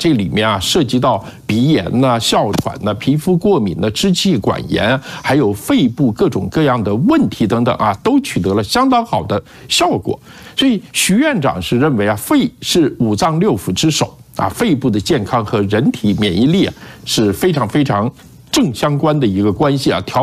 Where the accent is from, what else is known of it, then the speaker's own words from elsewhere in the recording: Guangzhou, Guangdong, China; 我告诉大家那就是我长大的地方，广州。